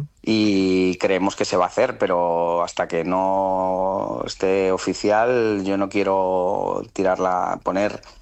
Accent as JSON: {"language": "Spanish", "town": "Madrid", "region": "Community of Madrid", "country": "Spain", "said": "Es increíble que esto nos pueda pasar. Como vallecano, como"}